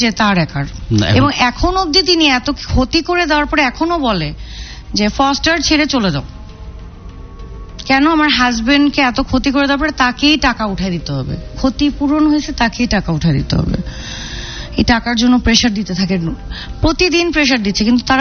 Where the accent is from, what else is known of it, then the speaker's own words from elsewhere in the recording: Dhaka, Dhaka Division, Bangladesh; moved away as an adult; now in Chandipur, Bangladesh; তো আমি এখানেই বড় হয়েছি মোহাম্মদপুরে